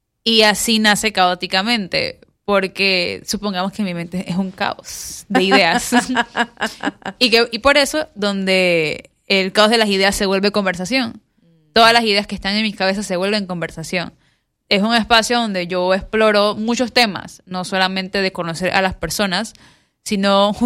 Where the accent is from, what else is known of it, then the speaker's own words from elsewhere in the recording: Colón, Panama; moved away as an adult; now in Panama City, Panama; Yo soy de Colón y bueno, yo me mudo a Panamá a los 18 años con mi hermana.